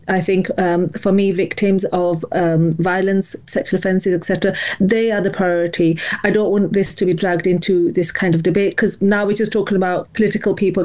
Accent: United Kingdom; Look, I'm a British Pakistani.

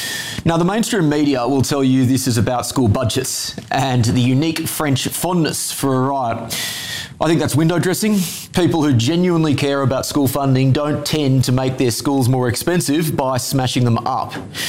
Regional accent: Australia; accent: Australian; my Australian accent

